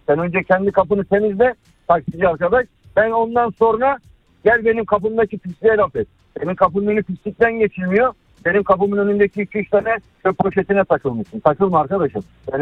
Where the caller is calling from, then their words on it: Istanbul, Turkey; Ben Sefaköy'den arıyorum.